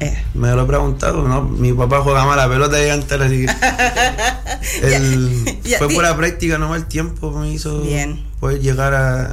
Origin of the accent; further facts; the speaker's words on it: Peñaflor, Santiago Metropolitan Region, Chile; Yo soy de Santiago, de Peñaflor, un pueblito que se llama Peñaflor.